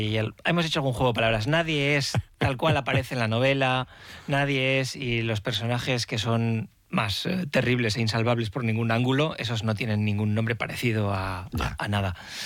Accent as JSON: {"language": "Spanish", "town": "Alcanadre", "region": "La Rioja", "country": "Spain", "moved": "as an adult", "lives_now": "San Sebastián, Spain", "said": "Soy de Alcanadre, un pueblecito pequeño en la ribera del Ebro."}